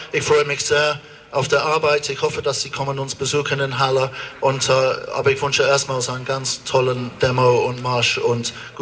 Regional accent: London, United Kingdom; German is a second language; now in Germany; Wie Sie hören, komme tatsächlich nicht aus Deutschland, ich komme aus London und ich glaube, ich bin da wirklich der einzige englische Opernintendant Deutschlands.

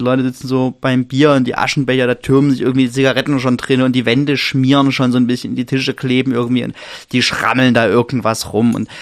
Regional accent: Dresden, Saxony, Germany; Ich komme aus Dresden.

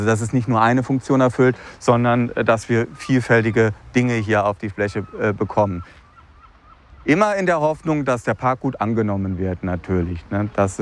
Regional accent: Northern Germany, Germany; So, jetzt als Norddeutscher kann man sagen, wir haben ja sowieso immer Wind und hier ist es nicht warm.

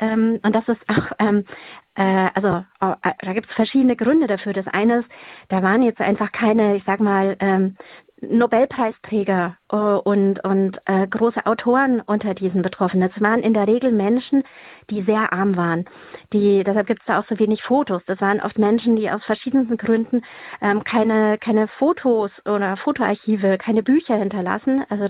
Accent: Bavaria, Germany; ich bin ja aus Bayern

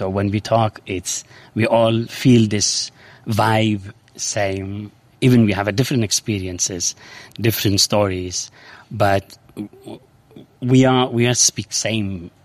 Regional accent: Sulaymaniyah, Kurdistan Region, Iraq; English is a second language; moved away as an adult; also born or lived in Sweden; now in London, United Kingdom; I'm from Bashur in Kurdistan in the city of Slemani. I born there, I grew up, I studied music, I studied violin, and then I moved to Sweden in 2002

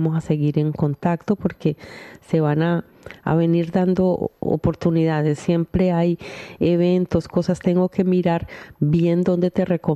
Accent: Colombia; moved away; Me siento orgullosa de ser colombiana

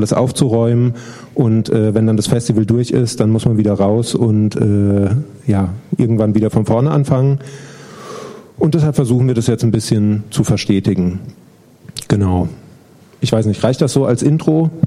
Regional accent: Germany; now in Zgorzelec, Poland; dass ich in Skorzelec wohne als Deutscher, was, glaube ich, nicht so oft vorkommt.

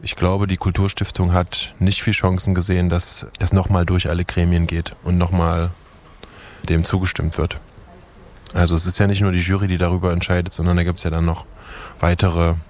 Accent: Chemnitz, Saxony, Germany; weil ich angesprochen wurde, was ich denn dazu zu sagen habe als Chemnitzer und so weiter.

